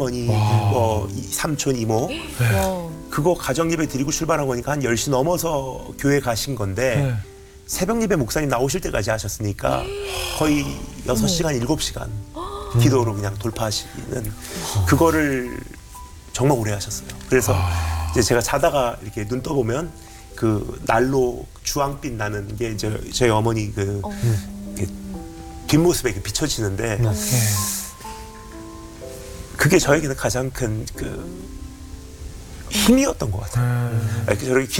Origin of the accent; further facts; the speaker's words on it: Japan; 제가 이제 일본에서 자랐잖아요. 일본은 그 교회가 별로 크질 않아요.